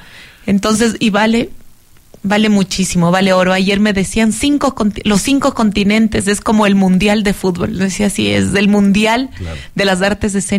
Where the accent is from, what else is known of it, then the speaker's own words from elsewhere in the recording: Ecuador; Y así somos los ecuatorianos también.